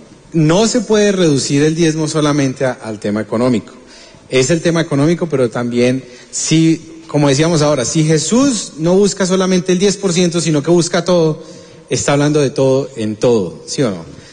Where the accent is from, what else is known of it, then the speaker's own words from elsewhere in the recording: Colombia; nosotros como colombianos